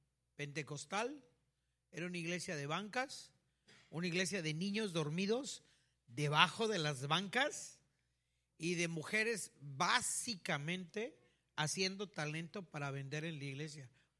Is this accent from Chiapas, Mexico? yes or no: yes; Tapachula, Chiapas, Mexico; yo vengo de Tapachula.